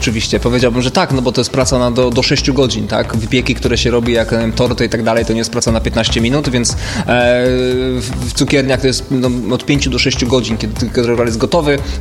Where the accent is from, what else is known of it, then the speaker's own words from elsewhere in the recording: Poznań, Greater Poland Voivodeship, Poland; my poznaniacy